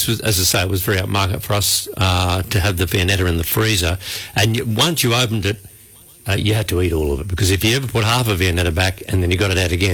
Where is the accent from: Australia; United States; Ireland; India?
Australia; Inverell, New South Wales; growing up in Inverell